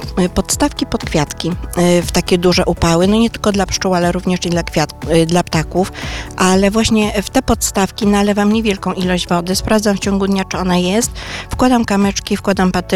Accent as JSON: {"language": "Polish", "town": "Warsaw", "region": "Masovian Voivodeship", "country": "Poland", "moved": "as an adult", "said": "ja w ogóle pochodzę z Warszawy, mieszkam tu od niedawna"}